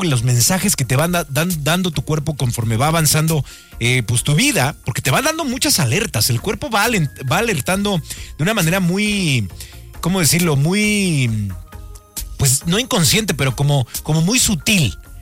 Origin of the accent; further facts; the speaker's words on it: Mexico; Yo tengo la hipótesis de que como mexicanos nacimos en un lugar donde maravillosamente tenemos todos los mejores platillos del planeta.